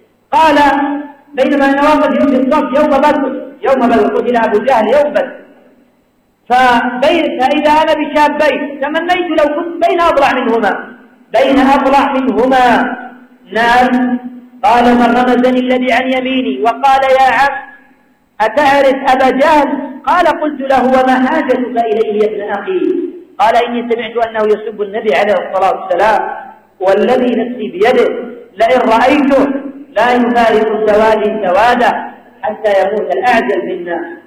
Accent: Yemen; اللهم احفظ بلادنا اليمن، اللهم احفظ بلادنا اليمن، اللهم احفظ بلادنا

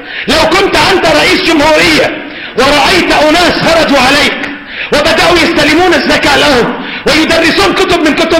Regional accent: Yemen; يا أخي الدولة عندنا في اليمن بالذات دولة على بساط أحمد كما يقولون،

